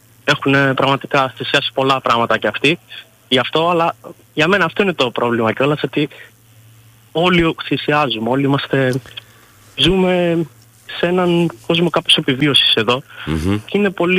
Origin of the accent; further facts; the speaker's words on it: Patras, Western Greece, Greece; moved away as an adult; Εγώ είμαι κάτοικος Πάτρας.